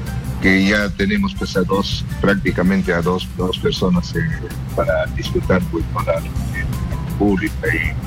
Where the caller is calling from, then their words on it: Callao, Peru; mi mesa no se abrió en el Callao